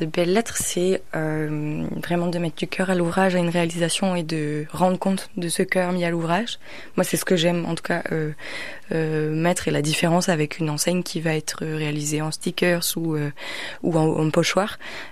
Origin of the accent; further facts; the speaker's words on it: Pouldreuzic, Brittany, France; j'ai grandi à Poule-Rosier qui est du coche-truc.